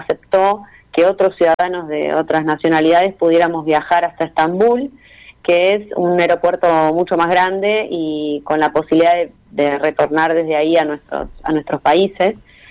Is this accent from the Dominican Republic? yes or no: no; Buenos Aires, Argentina; born there; moved away as an adult; now in Esquel, Argentina; Yo nací en Buenos Aires y hace 16 años me vine a vivir a la Patagonia, en Esquel. Estoy viviendo en Esquel, Chubut, en la zona cordillerana de la provincia.